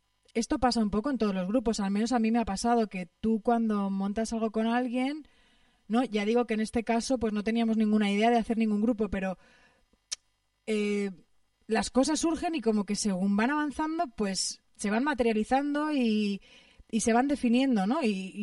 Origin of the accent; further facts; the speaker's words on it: Extremadura, Spain; en mi zona de Extremadura, o sea, en mi pueblo